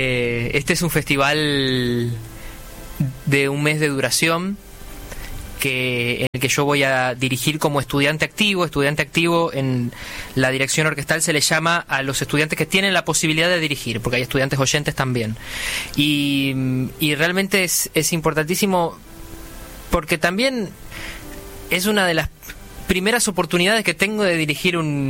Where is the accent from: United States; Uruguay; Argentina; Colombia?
Argentina; Avellaneda, Santa Fe; born there; also born or lived in Vera y Pintado, Santa Fe / Salta; now in Buenos Aires, Argentina; yo nací en Avellaneda, en provincia de Santa Fe, mi familia es de Reconquista, después me mudé a un pueblo más chico que se llama Vera y Pintado, un pueblo de 800 habitantes